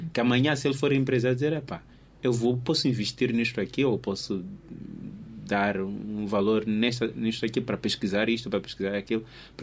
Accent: Maputo City, Mozambique; Por exemplo, eu venho de Machacane Day. Eu venho de Machacane e tenho muitos colegas que vêm de Machacane.

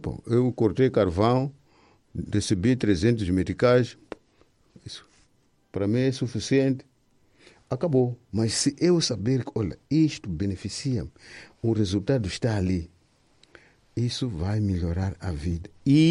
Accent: Mozambique; Eu sou natural de Mxanguentaba.

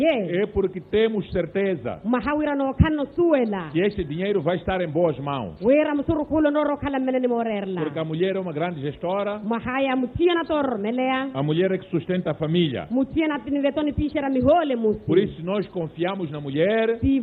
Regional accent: Mozambique; Os negócios delas vão crescer e vão sustentar famílias e todos nós como moçambicanos.

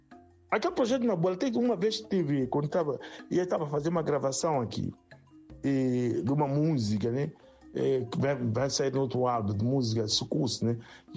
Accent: Mozambique; Bem, é como moçambicano também, para dizer que o sangue do moçambicano corre sempre nas minhas veias.

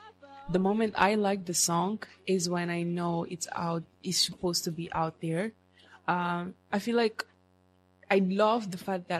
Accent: Mozambique; now in Warsaw, Poland

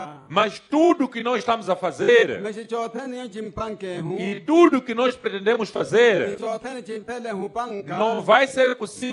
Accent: Mozambique; todos nós, como moçambicanos, como único povo, povo irmão

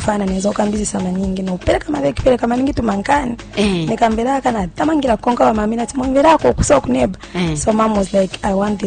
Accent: Lusaka, Lusaka Province, Zambia; Like I said … born in 1999, from Matero. I'm from Matero, actually.

